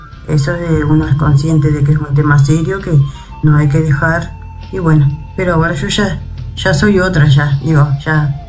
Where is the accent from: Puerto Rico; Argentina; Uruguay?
Uruguay; Salto; Yo soy de Salto, sí.